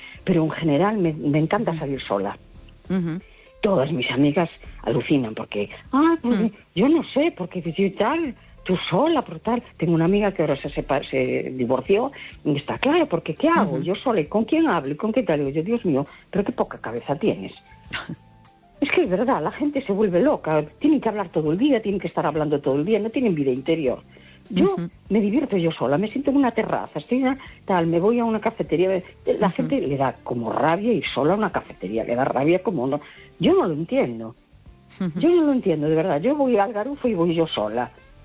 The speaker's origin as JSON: {"language": "Spanish", "town": "A Coruña", "region": "Galicia", "country": "Spain", "said": "Hola, buenas noches. … de La Coruña."}